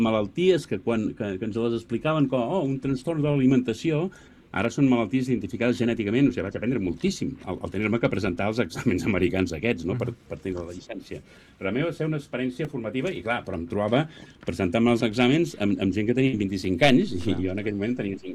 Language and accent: Catalan; Sabadell, Catalonia, Spain; moved away as an adult; now in United States; jo sóc de Sabadell, de Barcelona, català, i a veure, jo, és dir, és el meu país, és on m'he creat